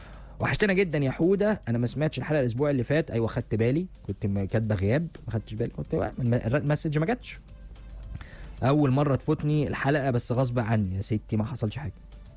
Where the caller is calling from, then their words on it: Alexandria, Alexandria Governorate, Egypt; صباح الخير يا أستاذ محمود، … من اسكندرية، من أشد المعجبين بالبرنامج.